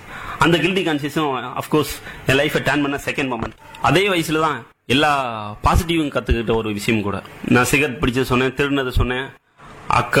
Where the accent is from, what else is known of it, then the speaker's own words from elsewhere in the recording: Tamil Nadu, India; என்னோட சொந்த ஊர் விருதுநகர் பக்கத்தில் ஒரு ஸ்மால் வில்லேஜ், 7000 பண்ணை. நான் 1978 வருஷம் பிறந்தேன்.